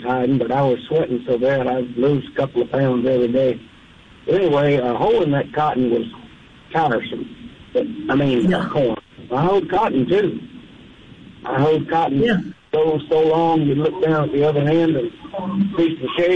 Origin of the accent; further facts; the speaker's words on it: Mississippi, United States; I grew up on Mississippi State campus, and back in the 50s, when I was a youngster, I worked for the experiment station down in the cornfields and cotton.